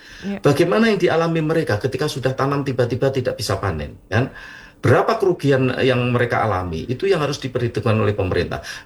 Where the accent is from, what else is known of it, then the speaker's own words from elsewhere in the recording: Blora, Central Java, Indonesia; moved away; Karena saya berasal dari Blora, Bu Kunci. Saya ingat betul ketika musim kemarau, ya pasti harus nyari air lah. Harus berjalan, kadang-kadang berjalan 1-2 kilo untuk nyari air kan, karena Blora wilayah kering kan.